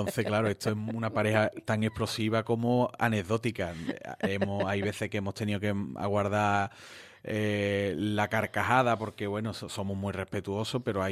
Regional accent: El Puerto de Santa María, Andalusia, Spain; que creo que los portuenses muchas veces no somos conscientes

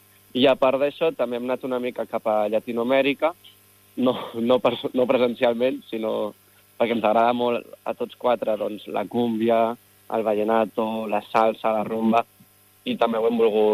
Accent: Sant Adrià de Besòs, Catalonia, Spain; la resta som d'extraradis a Barcelona, som de Prat de Llobregat, Hospitalet de Llobregat i jo de Sant Adrià de Besòs, que són tot ciutats de l'àrea metropolitana, però que no són de Barcelona.

